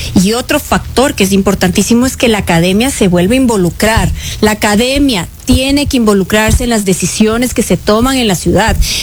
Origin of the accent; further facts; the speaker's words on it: Quito, Pichincha, Ecuador; de sentirnos dueños de nuestro Quito